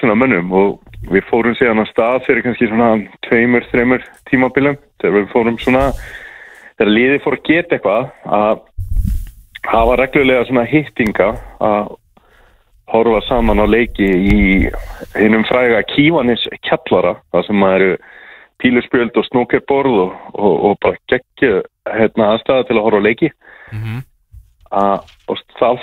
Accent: Neskaupstaður, Eastern Region, Iceland; now in Vestmannaeyjar, Iceland; ég er fættur uppalinn í Neskaupstað

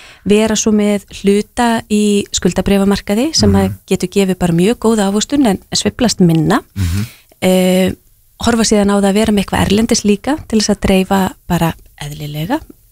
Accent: Hafnarfjörður, Capital Region, Iceland; Mínum heimabæ.

